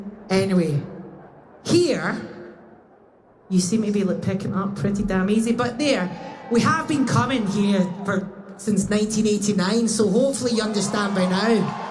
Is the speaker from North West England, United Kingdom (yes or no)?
no; Scotland, United Kingdom; accent: Scottish; I hope my Scottish accent is okay for you.